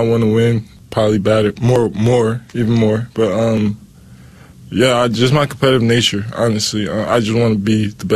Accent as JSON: {"language": "English", "town": "Las Vegas", "region": "Nevada", "country": "United States", "tie": "born or raised there", "moved": "as an adult", "lives_now": "Nebraska, United States", "said": "born and raised in Vegas"}